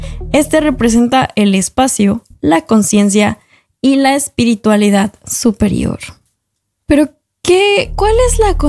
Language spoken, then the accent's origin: Spanish; Mexico; yo soy periodista de México